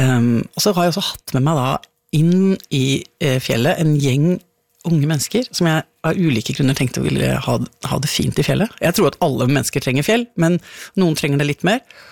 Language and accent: Norwegian; Toten, Innlandet, Norway; du minner meg om gården der jeg vokste opp på Toten.